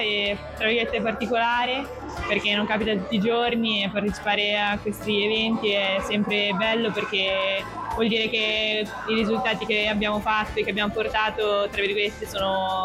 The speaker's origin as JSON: {"language": "Italian", "region": "Liguria", "country": "Italy", "said": "dalla Liguria, quindi dalla mia terra"}